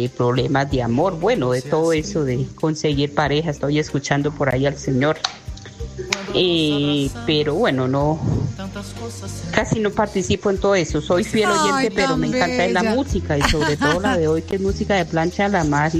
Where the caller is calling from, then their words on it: Bogotá, Colombia; desde Kennedy.